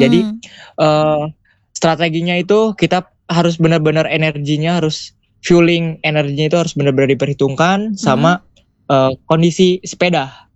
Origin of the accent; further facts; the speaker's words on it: Kuningan, West Java, Indonesia; saya bekerja sama dengan Amil Zakat yang ada di kota saya, yaitu DT Peduli Kabupaten Kuningan